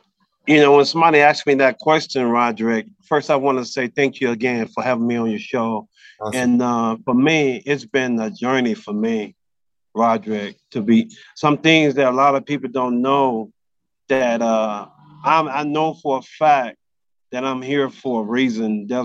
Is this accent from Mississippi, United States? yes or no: yes; Jonestown, Mississippi, United States